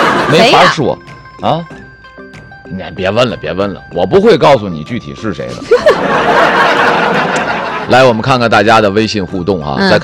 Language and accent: Chinese; Tianjin, China; 咱们作为天津人